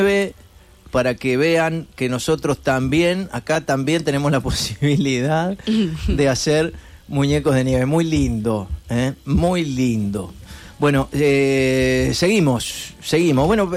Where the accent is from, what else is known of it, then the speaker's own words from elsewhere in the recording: San Rafael, Mendoza, Argentina; soy de San Rafael, acá nieva.